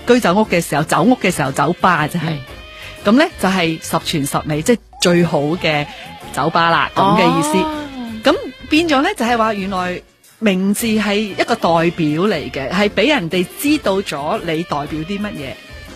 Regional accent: China; 因为我哋中国人嗰啲声调咧，有时啲排位啲字唔够响啊

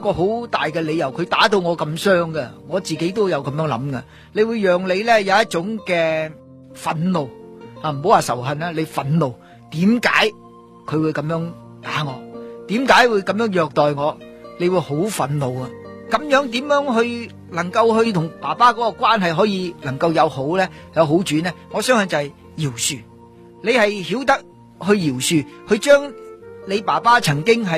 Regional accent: China; 我们中国人呢都有体罚的，有责打的。

